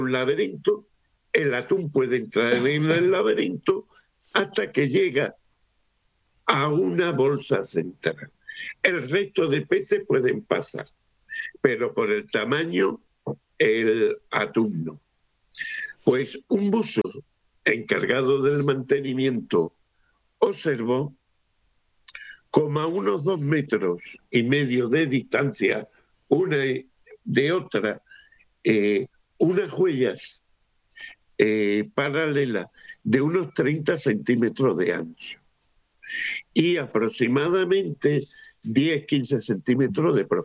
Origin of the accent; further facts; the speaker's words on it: Cádiz, Andalusia, Spain; now in Chiclana de la Frontera, Spain; Yo vivo, soy de Cádiz, pero vivo en Chiclana, al lado está Conil, después Vejer y Barbate.